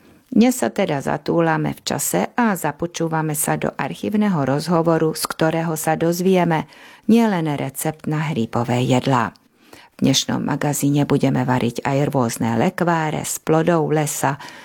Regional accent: Hungary; ja som dievča z hôr, najviac prežívam práve dary lesa. Aj keď u nás v Maďarsku

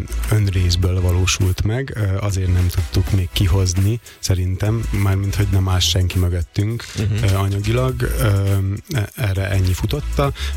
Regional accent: Vojvodina, Serbia; vajdaságiként nem tudom soha elengedni a magyar és a szerb népzenét, tehát egy ilyen kavalkádban nőttem fel, ahol fontos volt a magyar kultúra

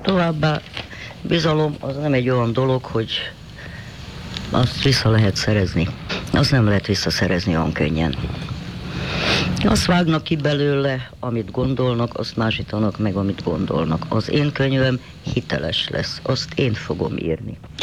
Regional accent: Transylvania, Romania; now in Hungary; Erdélyi vagyok

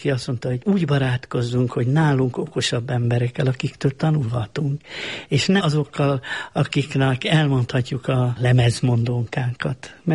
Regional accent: Kunágota, Békés, Hungary; Én háromszor születtem, három szinten. Testben Kunágotán, a drága anyaföldet, ott ismertem meg, ott szerettem meg.

